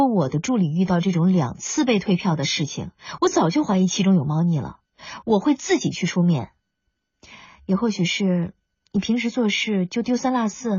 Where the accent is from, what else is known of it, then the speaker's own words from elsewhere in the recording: Daishan County, Zhejiang, China; 那是我家乡。